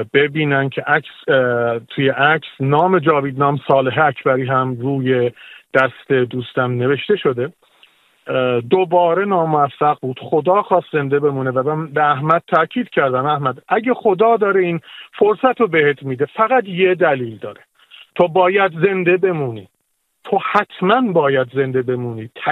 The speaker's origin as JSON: {"language": "Persian", "town": "Ardabil", "region": "Ardabil Province", "country": "Iran", "said": "منم اهل اردبیل هستم،"}